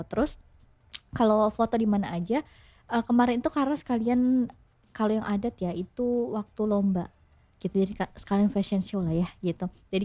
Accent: Curup, Bengkulu, Indonesia; aku asalnya dari Curup aslinya

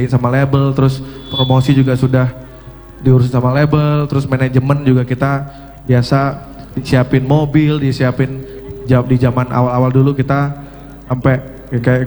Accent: Ciledug, Banten, Indonesia; Nah, memang kita kan tumbuh di Ciledug itu ya, di Jalan Ciledug Raya. Kita race in Ciledug lah gitu ya.

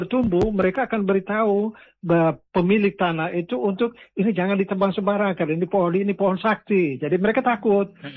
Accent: East Nusa Tenggara, Indonesia; karena saya lebih banyak tahu secara entitas tentang budaya saya orang Lio.

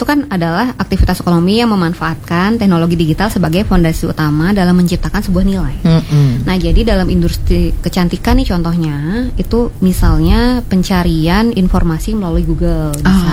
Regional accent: Singaraja, Bali, Indonesia; Iya, jadi di sini saya kebetulan memang lahir di Singaraja.

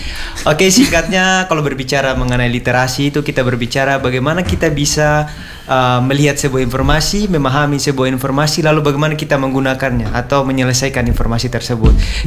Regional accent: Sumba, East Nusa Tenggara, Indonesia; now in Kupang, Indonesia; Dari kata … mungkin tahu, itu dari Sumba.

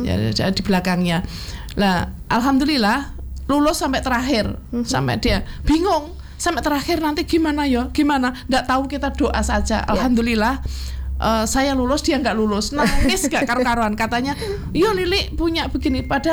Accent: Kediri, East Java, Indonesia; moved away; saya orang desa, Mbak. Anaknya seorang petani di suatu desa terpencil di wilayah Kabupaten Kediri. Jadi saya asli dari Kediri. Di situ saya anak pertama dari 4 bersaudara

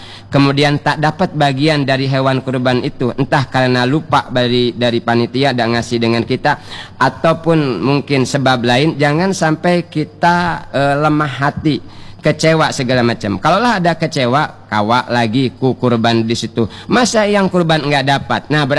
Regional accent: Bangka Belitung Islands, Indonesia; Maka jangan sampai berikin, kata kita orang Bangka, pergede, artinya harga yang paling bagus, jangan harga yang paling murah.

